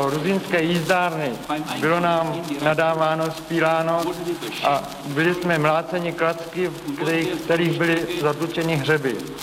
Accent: Volevce, Plzeň Region, Czechia; born there; now in Prague, Czechia; Volevce u Plzně.

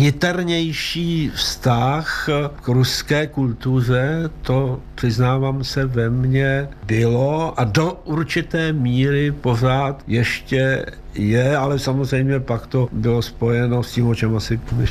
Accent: Plzeň, Plzeň Region, Czechia; já jsem vyrůstal v Plzni

